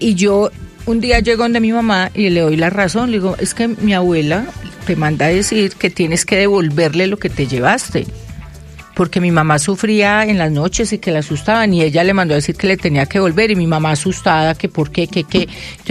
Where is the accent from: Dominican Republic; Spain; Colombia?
Colombia; Sevilla, Valle del Cauca; De Sevilla Valle, yo soy de pueblo, pueblo.